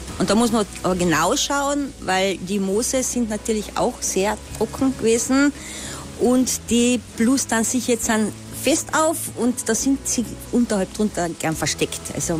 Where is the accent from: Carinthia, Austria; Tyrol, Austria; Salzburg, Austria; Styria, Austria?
Carinthia, Austria; Bei uns in Kärnten heißen sie dann Nagerlern.